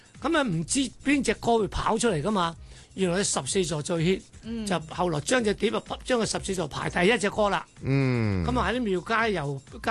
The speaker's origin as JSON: {"language": "Cantonese", "country": "Vietnam", "tie": "born or raised there", "moved": "as an adult", "lives_now": "Hong Kong", "said": "我喺越南長大嘅，我七歲就學唱粵曲，十一歲就登台都係唱粵曲。咁啊，後期做埋大戲咧喺越南。咁嚟到香港咧，我係70年到香港"}